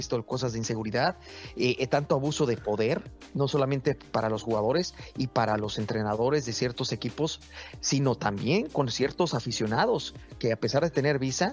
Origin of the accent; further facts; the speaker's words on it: Mexico; Entonces, pero México es así, soy mexicano y todo, y somos muy unidos para el relajo.